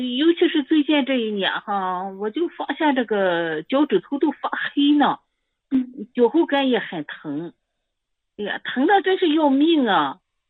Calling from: Shandong, China; 我是山东的，

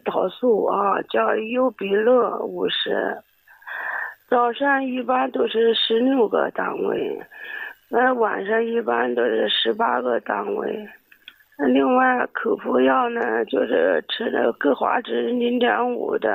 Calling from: Hubei, China; 我家是湖北这边的。今年65。

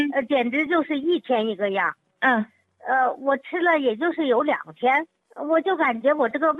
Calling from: Shenyang, Liaoning, China; 我是沈阳的，

